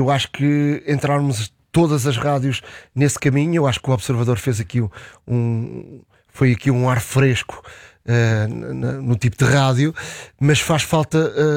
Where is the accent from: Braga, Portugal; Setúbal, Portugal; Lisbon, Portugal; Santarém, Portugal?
Setúbal, Portugal; Montijo; Comecei na rádio, eu sou do Montijo, comecei na rádio do Montijo